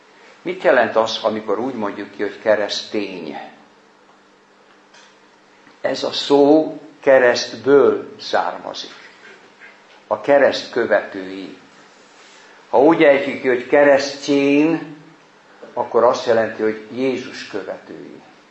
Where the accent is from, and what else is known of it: Hungary